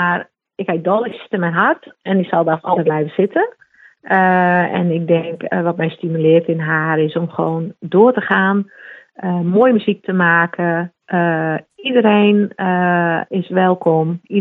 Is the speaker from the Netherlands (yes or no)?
yes; Friesland, Netherlands; first language Frisian; Dutch is a second language; Maar toen ik begon, was het eigenlijk volledig in het Fries. Het is mijn moedertaal. Ik hou ervan. Ik treed ook eigenlijk alleen maar in de provincie op.